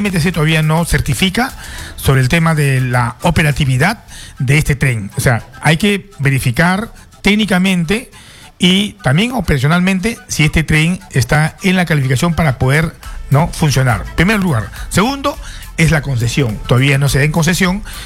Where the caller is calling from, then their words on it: Chosica, Lima, Peru; vivo en Chosica